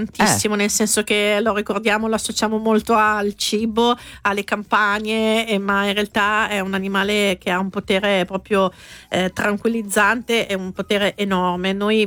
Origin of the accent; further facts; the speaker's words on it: Fidenza, Emilia-Romagna, Italy; vengo da Fidenze, San Donnino